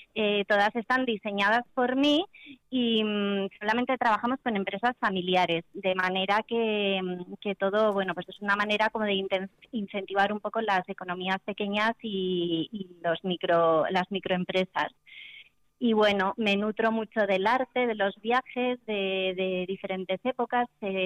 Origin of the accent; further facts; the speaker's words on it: Vitoria-Gasteiz, Basque Country, Spain; moved away; Me hace mucha ilusión esta entrevista, mi tierra.